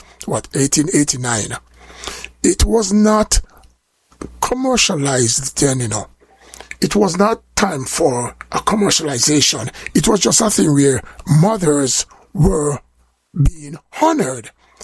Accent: Jamaica; If you don't like me as a Jamaican, just because I'm a Jamaican

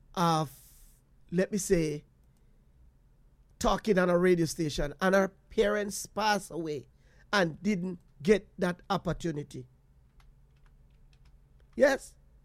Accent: Jamaica; So, I said, "I'm Jamaica, man. What you talk about? You know, hear me? You know, hear me talk?"

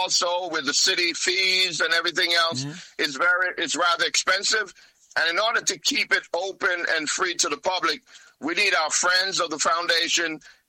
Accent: Jamaica; As Jamaican

